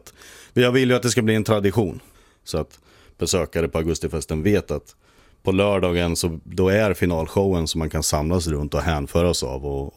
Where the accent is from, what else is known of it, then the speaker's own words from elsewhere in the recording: Norrköping, Östergötland, Sweden; ta min erfarenhet till min hemstad